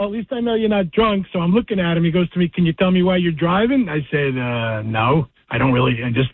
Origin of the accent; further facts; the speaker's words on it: Kenilworth, New Jersey, United States; I grew up in Kenilworth